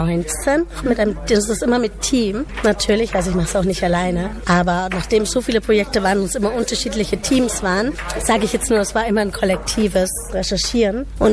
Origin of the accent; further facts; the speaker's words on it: Munich, Bavaria, Germany; born there; also born or lived in Kolkata; ich bin in München geboren, lebe halb zwischen München und Kalkutta.